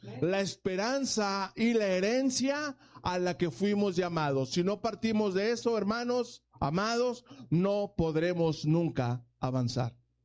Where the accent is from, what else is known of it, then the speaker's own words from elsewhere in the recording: Mexico; Nosotros como ciudadanos mexicanos que asistíamos a una asamblea, dábamos los honores a la bandera, damos los honores a nuestro himno nacional mexicano